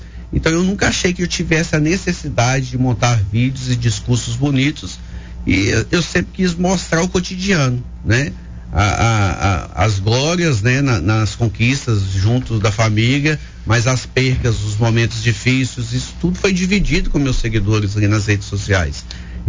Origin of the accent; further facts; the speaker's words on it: Coronel Fabriciano, Minas Gerais, Brazil; moved away as an adult; tenho 49 anos, sou de Fabriciano, sou nascido e criado em Coronel Fabriciano.